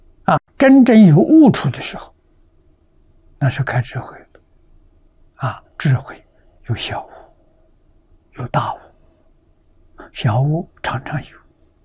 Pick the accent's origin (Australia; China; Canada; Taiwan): China